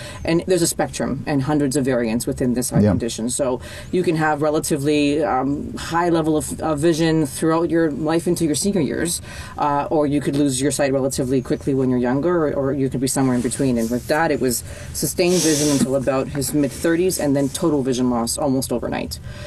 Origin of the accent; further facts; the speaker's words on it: Toronto, Ontario, Canada; I grew up in a wonderful neighborhood called Scarborough in the GTA. My parents are Greek immigrants. They both came from Greece in the early 60s, I would say. So typical European immigrant family.